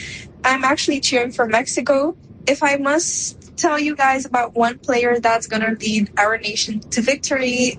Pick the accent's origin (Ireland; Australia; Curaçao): Curaçao; I'm from Curacao.